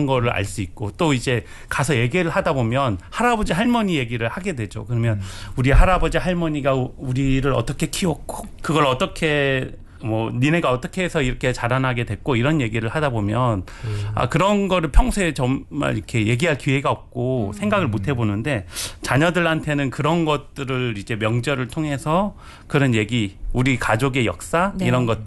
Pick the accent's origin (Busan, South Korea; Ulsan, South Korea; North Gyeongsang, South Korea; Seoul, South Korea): Busan, South Korea; born there; moved away; 제가 본가는 부산에 있거든요.